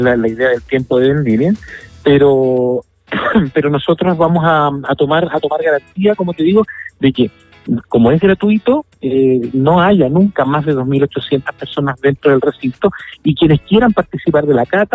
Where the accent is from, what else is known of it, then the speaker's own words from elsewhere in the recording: Chile; tú sabes que como chilenos y además viviendo en los tiempos que llevamos, es tan fácil tener el número final a tiempo.